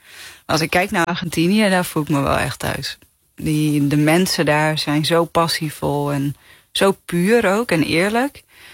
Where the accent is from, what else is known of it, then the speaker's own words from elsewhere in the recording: Gouda, South Holland, Netherlands; Nee, ik kom uit Gouda.